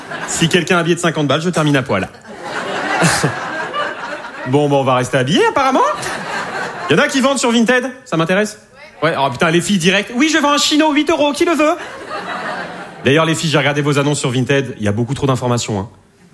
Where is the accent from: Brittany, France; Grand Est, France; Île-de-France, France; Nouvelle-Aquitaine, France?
Nouvelle-Aquitaine, France; Arcachon; Je n'ai rien contre les vieux, je viens du bassin d'Arcachon.